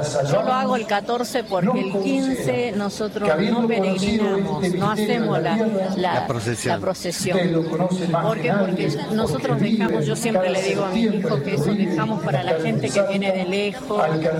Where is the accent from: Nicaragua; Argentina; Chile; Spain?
Argentina; Salta; Y porque soy salteña y bueno, y para nosotros es lo máximo, el milagro.